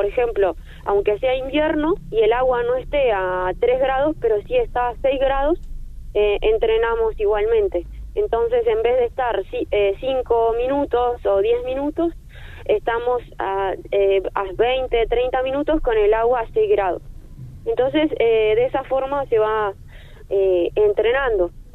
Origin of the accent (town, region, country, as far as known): General Roca, Río Negro, Argentina